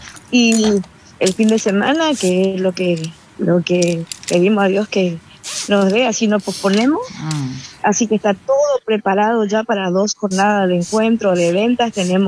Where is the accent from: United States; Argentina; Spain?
Argentina; Ituzaingó, Corrientes; Soy de Ituzaingó.